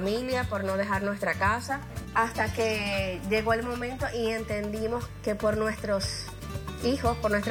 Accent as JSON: {"language": "Spanish", "town": "Maracaibo", "region": "Zulia", "country": "Venezuela", "moved": "as an adult", "lives_now": "Machala, Ecuador", "said": "soy venezolana, tengo 35 años, soy madre de tres hijos, vivo en Machala, Ecuador. En Venezuela, yo vivo en la ciudad de Maracaibo"}